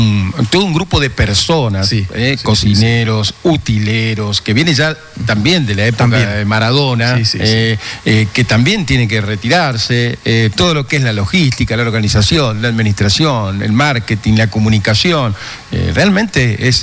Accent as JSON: {"language": "Spanish", "country": "Argentina", "said": "lo que hemos vivido como argentinos."}